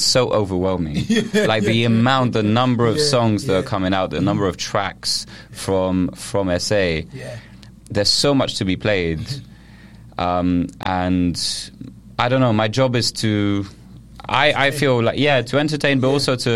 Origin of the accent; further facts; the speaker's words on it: Paris, Île-de-France, France; now in London, United Kingdom; I grew up with a British dad. I grew up in Paris.